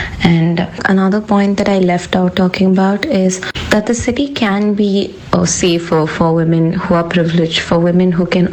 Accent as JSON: {"language": "English", "region": "Gujarat", "country": "India", "tie": "born or raised there", "also_born_or_lived": "Chennai", "moved": "as an adult", "lives_now": "Hyderabad, India", "said": "I moved to Chennai when I was in college. So I was in Gujarat before that. I grew up in Gujarat, though I was born in Chennai."}